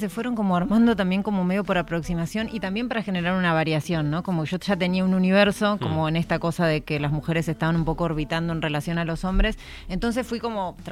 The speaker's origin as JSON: {"language": "Spanish", "country": "Argentina", "said": "Yo soy argentina y escribo cuento."}